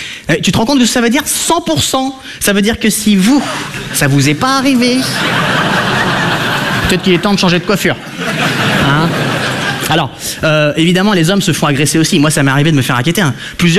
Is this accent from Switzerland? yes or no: no; France